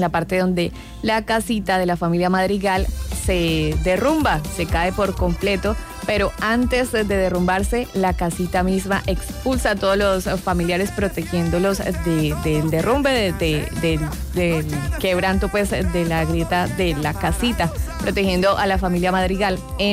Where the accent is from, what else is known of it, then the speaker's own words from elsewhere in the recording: Colombia; Eso también somos los colombianos